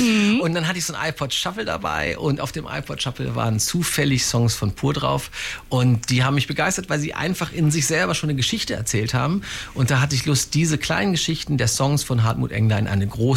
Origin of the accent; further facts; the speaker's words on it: Hildesheim, Lower Saxony, Germany; also born or lived in Hanover; Hannover ist ja meine Heimatstadt quasi. Ich komme aus Hildesheim.